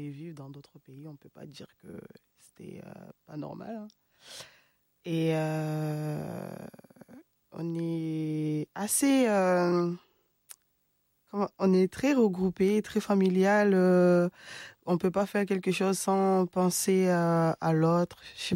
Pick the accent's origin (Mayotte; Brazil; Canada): Mayotte; moved away as an adult; Mon enfance à Mayotte s'est déroulée assez bien, je trouve.